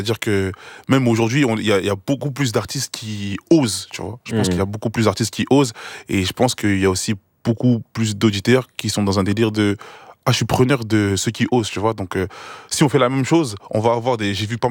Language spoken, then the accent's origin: French; Haiti; j'ai un titre code qui fait que je suis haïtien.